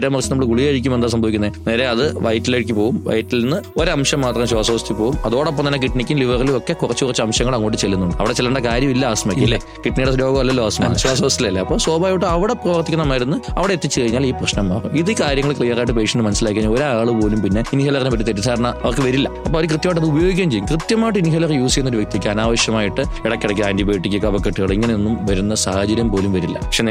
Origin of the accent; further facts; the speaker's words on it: Kerala, India; ഞാൻ കുന്നുകൂടി സ്വദേശിയാണ്.